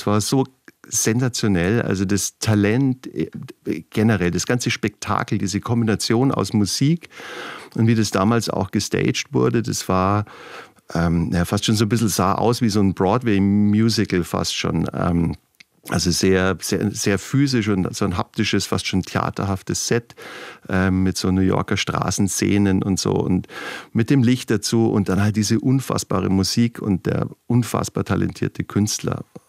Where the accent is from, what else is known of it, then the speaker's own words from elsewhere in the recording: Munich, Bavaria, Germany; also ich bin in München groß geworden